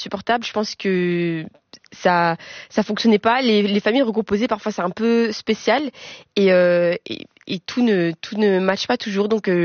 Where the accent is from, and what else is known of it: Tubize, Walloon Brabant, Belgium; born or raised there; also born or lived in Molenbeek